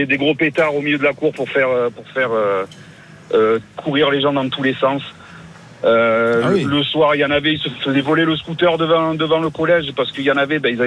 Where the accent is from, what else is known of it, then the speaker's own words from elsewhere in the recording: Aubagne, Provence-Alpes-Côte d'Azur, France; Alors moi, je suis né, j'ai grandi à Aubagne. Je suis allé dans ce collège.